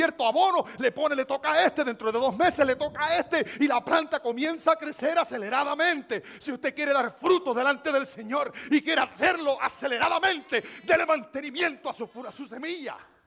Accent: Cuba; moved away

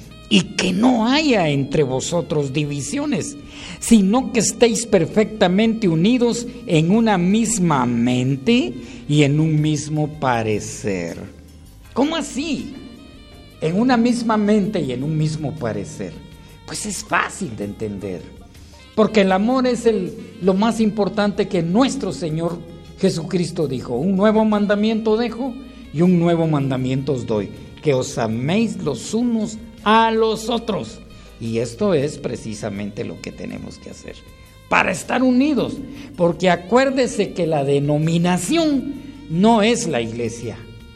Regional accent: Cuilco, Huehuetenango, Guatemala; mi pueblo Cuilco, esa mi tierra perla escondida, mi Cuilco hermoso.

